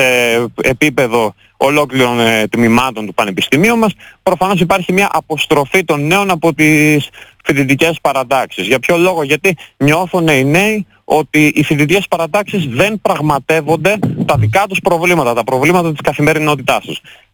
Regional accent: Amfilochia, Western Greece, Greece; Είμαι από την Αμφιλοχία, της Οδοκαρνανίας.

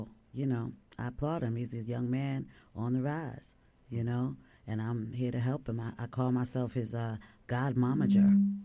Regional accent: New York City, New York, United States; I was born here. I mean, not born here, but definitely raised here. I've been here since I was 2 years old.

